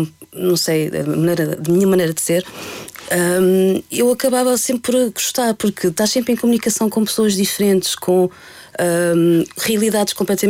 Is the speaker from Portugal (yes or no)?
yes; Lisbon, Portugal; born there; Eu nasci em Lisboa.